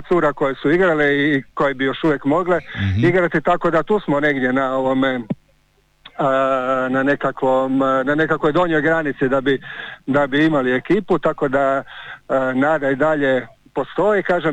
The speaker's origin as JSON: {"language": "Croatian", "area": "Lošinj", "region": "Primorje-Gorski Kotar County", "country": "Croatia", "said": "kod nas na Lošinju"}